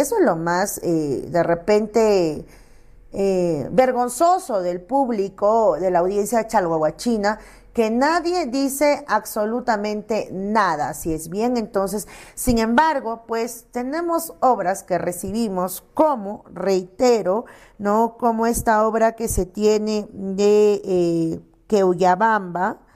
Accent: Challhuahuacho, Apurímac, Peru

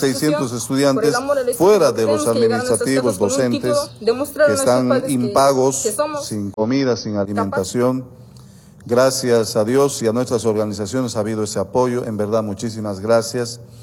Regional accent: Bolivia; Somos bolivianos, al final de cuentas, todos.

